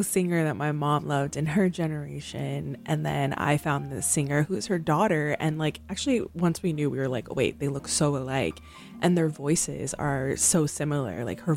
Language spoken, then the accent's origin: English; San Francisco, California, United States; I grew up in the Mission, but I also am Samoan, so I grew up with a lot of Polynesians, specifically like Tongans.